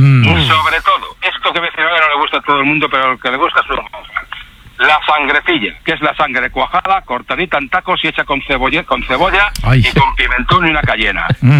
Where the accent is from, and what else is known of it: Valladolid, Castile and León, Spain; born or raised there